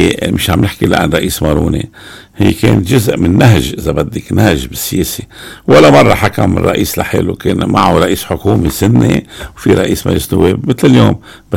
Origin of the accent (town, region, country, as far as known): Lebanon